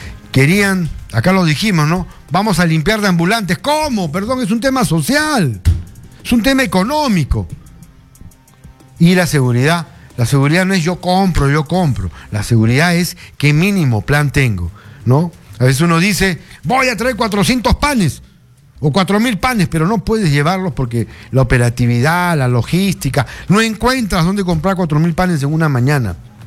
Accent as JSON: {"language": "Spanish", "region": "Lima", "country": "Peru", "said": "Yo soy limeño, yo soy recontra mazamorrero."}